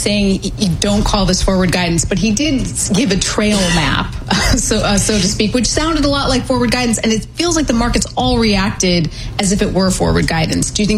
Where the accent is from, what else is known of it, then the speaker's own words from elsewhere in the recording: Idaho, United States; I grew up in Idaho where Micron was king of the day